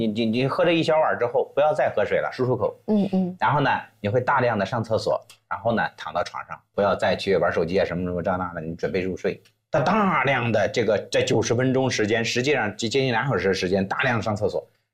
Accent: China; 那对于我们中国人而言的话呢，我们喜欢相对这个丰盛一点

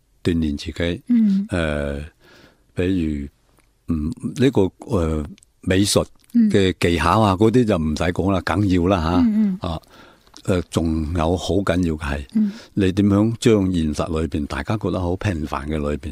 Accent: Shunde, Guangdong, China; 本来我就系岭南水乡嘅土生土长嘅，

